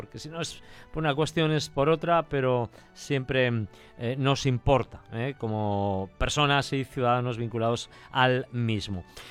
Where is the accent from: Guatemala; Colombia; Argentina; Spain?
Spain